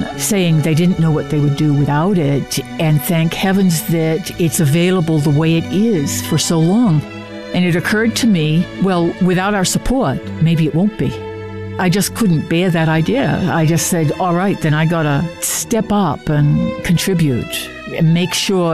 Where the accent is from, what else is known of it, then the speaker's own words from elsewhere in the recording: Rhinebeck, New York, United States; I'm from Rhinebeck, New York.